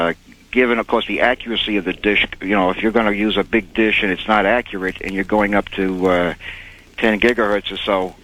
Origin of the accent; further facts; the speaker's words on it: New York, United States; … from New York.